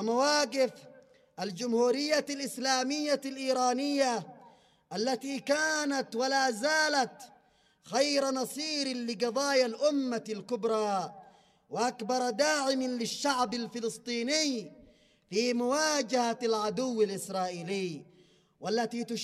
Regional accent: Yemen; بلدنا اليمن

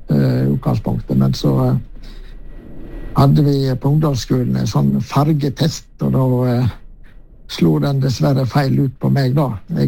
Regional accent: Kinsedal, Vestland, Norway; Ja, jeg vokste opp i Kinsedal, en liten grend på Søsia, ja.

